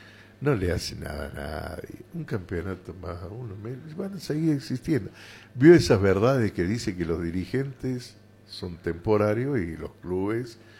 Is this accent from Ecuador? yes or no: no; San Luis, Argentina; accent: puntano; Estamos hablando de fútbol en un lunfardo casi puntano